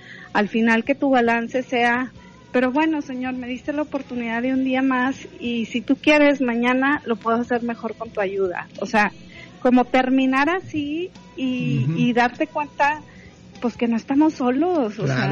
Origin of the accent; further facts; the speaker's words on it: Monterrey, Nuevo León, Mexico; la gente que crecimos aquí en Monterrey